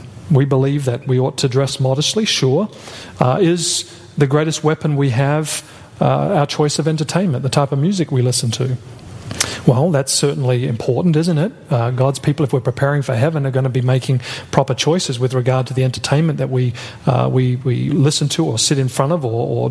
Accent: Australia; also born or lived in Brazil / Canada; Of course, you know, I'm from Australia. And I've spent a little bit of time in Brazil and Canada.

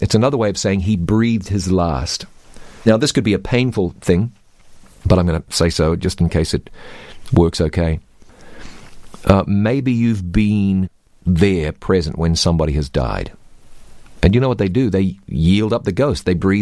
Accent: New Zealand; moved away; I can speak American and New Zealand. New Zealand's my home country. I can speak Australian and English and Canadian.

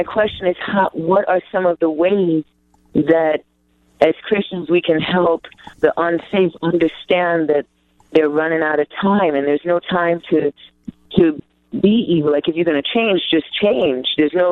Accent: St. Thomas, U.S. Virgin Islands; I'm from St. Thomas, Virgin Islands, and we just went through two Category 5 hurricanes.

